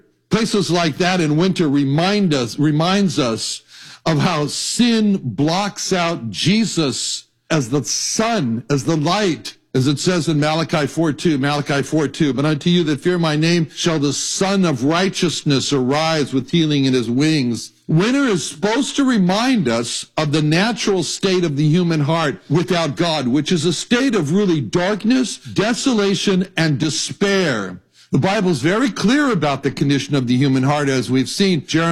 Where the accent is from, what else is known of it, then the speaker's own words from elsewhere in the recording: Los Angeles, California, United States; It was so cold. I was raised in Los Angeles. I wasn't used to that.